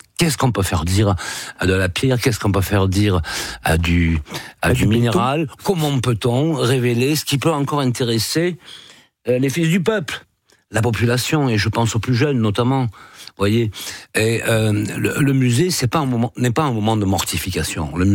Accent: Southern France, France; accent: southern; Vous voyez, j'ai un accent du Sud

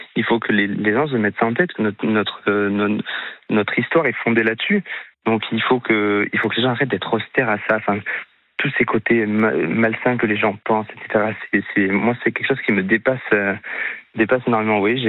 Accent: Bordeaux, Nouvelle-Aquitaine, France; Non, alors je suis de Bordeaux.

